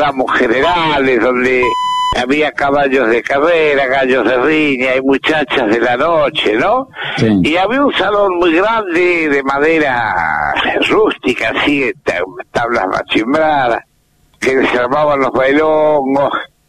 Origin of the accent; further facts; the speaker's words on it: Santa Fe, Argentina; born there; also born or lived in Chaco; hace poco me acordaba de Alto Verde, cuando vinimos a los 5 años del Chaco.